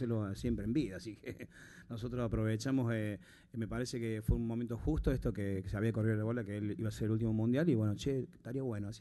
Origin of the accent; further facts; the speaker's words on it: Argentina; Si no sufrí, no soy argentino